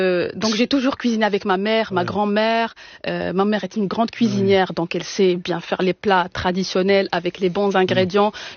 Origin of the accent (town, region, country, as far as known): El Jadida, Casablanca-Settat, Morocco; born or raised there; also born or lived in Sefrou